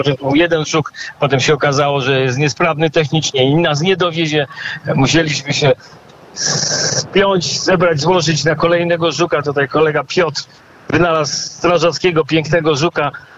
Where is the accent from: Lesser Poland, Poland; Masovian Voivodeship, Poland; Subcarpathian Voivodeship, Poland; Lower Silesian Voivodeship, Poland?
Lesser Poland, Poland; Kraków; moved away as an adult; now in Vilnius, Lithuania; ja pochodzę z Krakowa. A od 20 lat mieszkam w Wilnie. Przyjechałem do Wilna tylko na 2 tygodnie, a zostałem 20 lat.